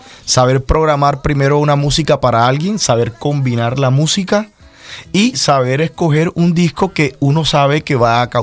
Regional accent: Cartagena, Bolívar, Colombia; now in Barranquilla, Colombia; Soy nacido en Cartagena, en un barrio muy popular, el barrio El Espinal. Y allí en Cartagena al principio pues pude adquirir todo lo que tiene que ver mis conocimientos de música

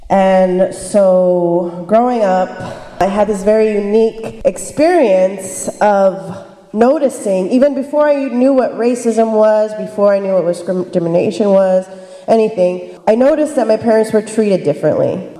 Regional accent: Ajo, Arizona, United States; I come from Ajo, Arizona.

